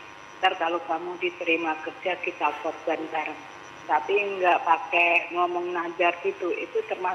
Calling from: Tangerang, Banten, Indonesia; Saya dari hamba Allah di Tangerang.

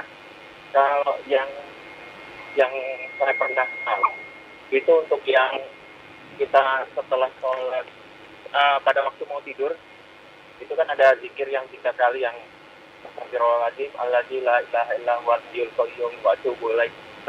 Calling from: Jakarta, Indonesia; Ya, Ustaz, izin saya dari Jakarta.

